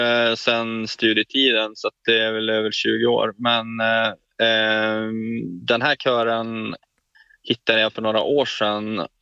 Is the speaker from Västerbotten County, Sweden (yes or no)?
yes; Skellefteå, Västerbotten County, Sweden; hade en del konserter både hemma i Skellefteå och där då i Uleåborg såklart.